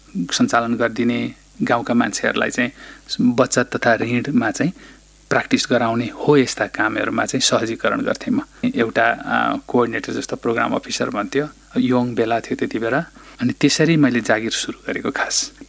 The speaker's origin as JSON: {"language": "Nepali", "region": "eastern Nepal", "country": "Nepal", "moved": "yes", "said": "फेरि म ओरिजिन अब पूर्वको भएँ, अनि फेरि पूर्व गरेर चाहिँ त्यहाँ 5 वर्ष काम गरेँ।"}